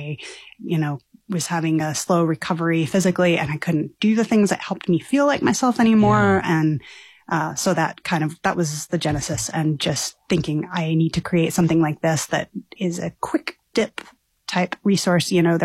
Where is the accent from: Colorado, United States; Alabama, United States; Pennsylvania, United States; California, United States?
Colorado, United States; I hail from Colorado originally